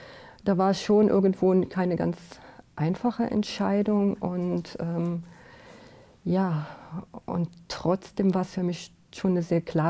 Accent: Germany

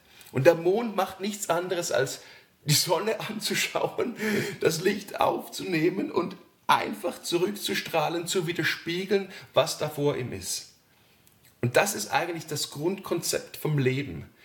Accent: Switzerland; Unangenehme für mich als Schweizer.

